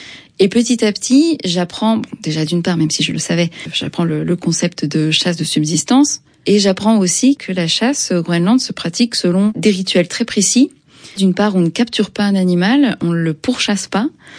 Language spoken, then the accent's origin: French; France; Je suis française, je vis dans un monde dans lequel la chasse est au choix un loisir ou une industrie.